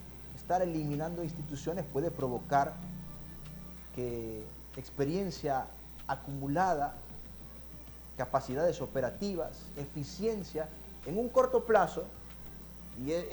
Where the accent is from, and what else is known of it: Honduras